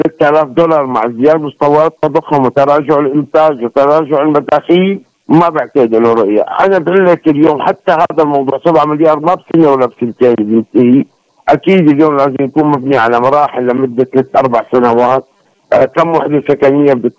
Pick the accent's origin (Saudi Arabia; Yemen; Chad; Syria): Syria